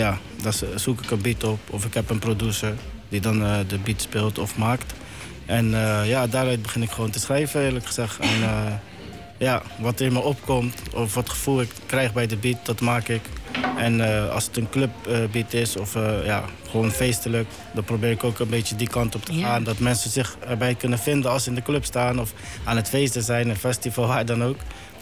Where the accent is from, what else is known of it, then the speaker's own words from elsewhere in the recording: The Hague, South Holland, Netherlands; Maar opgegroeid, ja, eigenlijk hier in het centrum.